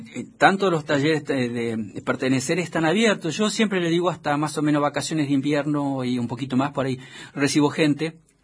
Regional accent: Patagonia, Argentina; los que vivimos acá y los que hemos crecido en la zona patagónica

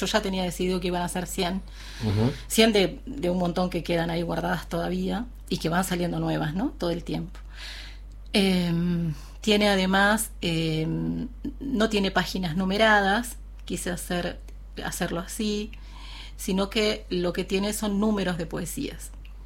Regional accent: Chos Malal, Neuquén, Argentina; Yo hace 58 años que vivo en Chosma, nunca me fui de Chosma, siempre claro. En mi lugar y siempre y lo elijo. Entonces sí, Chosmalal es el lugar.

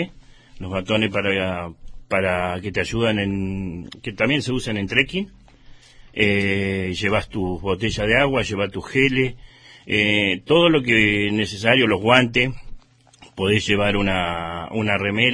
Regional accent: Río Mayo, Chubut, Argentina; y salir a representar a mi pueblo, que yo nací acá, mis 50 años tengo mi madre acá

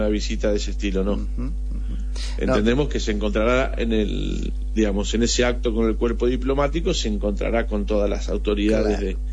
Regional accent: Argentina; ya sabemos cómo somos los argentinos en esto, nos volcamos a la calle.

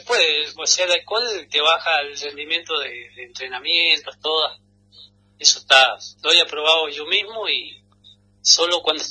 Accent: Mendoza, Argentina; Yo vengo del Payún Matrú

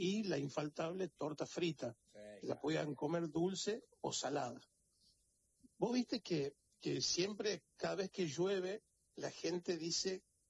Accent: Tucumán, Argentina; now in Buenos Aires, Argentina

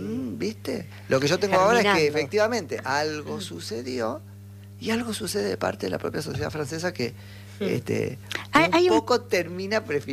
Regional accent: Argentina; ¿Están enojados porque, somos argentinas?

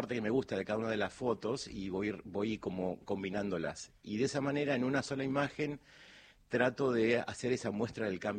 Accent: Buenos Aires, Argentina; yo viví en muchos barrios de Buenos Aires, soy muy porteño

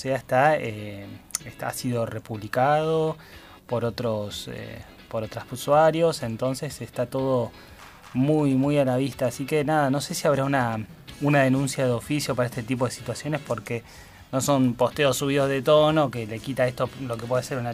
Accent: Argentina; cómo somos los argentinos

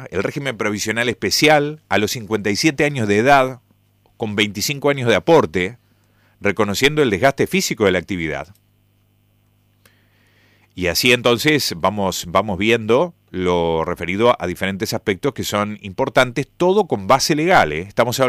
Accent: Gualeguaychú, Entre Ríos, Argentina; uno está nacido y criado acá en Gualeguaychú

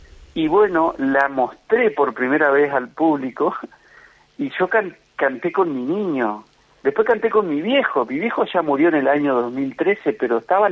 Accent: Entre Ríos, Argentina

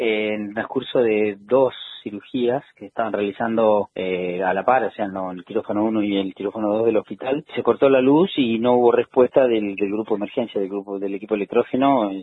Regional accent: Esquel, Chubut, Argentina

